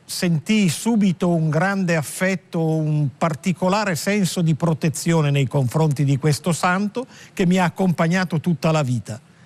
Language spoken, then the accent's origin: Italian; Asola, Lombardy, Italy; now in Rome, Italy; nel mio paese, Asola, in provincia di Mantova